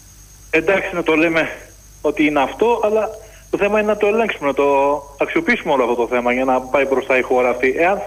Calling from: Piraeus, Attica, Greece; από Πειραιά

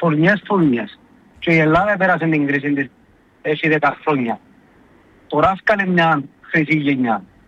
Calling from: Cyprus

